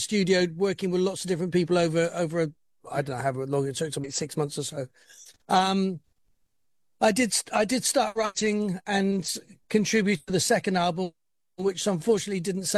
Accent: Bristol, South West England, United Kingdom; moved away as an adult; I grew up in Bristol in the West of England, but I have to move to London.

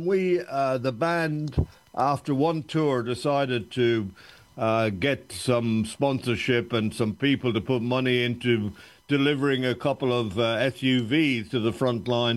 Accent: Ireland; I come from Ireland, where it's always had a history of difficulty with the northern part of the country based on religion.

